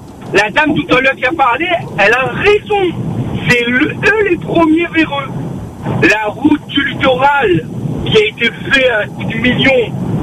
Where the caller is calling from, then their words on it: Réunion; parce qu'on est noir, on n'a pas... Voilà. On est réunionnais, mais notre diplôme n'a pas de valeur.